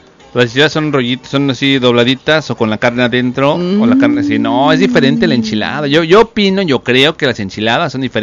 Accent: Mexico City, Mexico; Los que somos chilangos

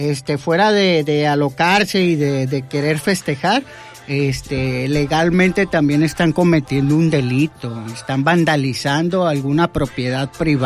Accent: Mexico; me considero mexicano, soy mexicano.

